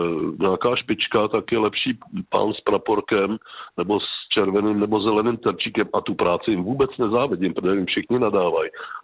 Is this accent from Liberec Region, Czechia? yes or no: no; Ústí nad Labem, Ústí nad Labem Region, Czechia; jsem Ústečák, narodil jsem se tady a bydlím tady celý život